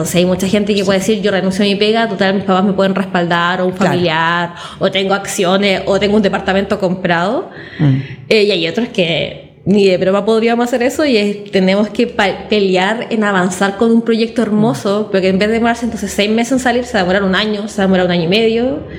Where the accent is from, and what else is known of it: Concepción, Biobío, Chile